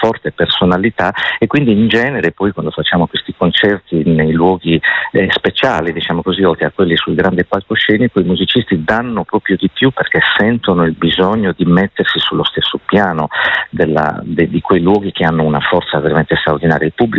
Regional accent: Berchidda, Sardinia, Italy; Ma in Sardegna, Berchida, innanzitutto, che è il mio paese natale

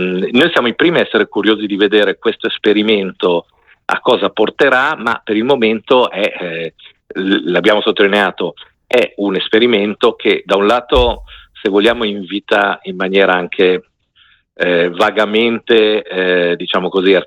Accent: Milan, Lombardy, Italy; io sono milanese, Milano

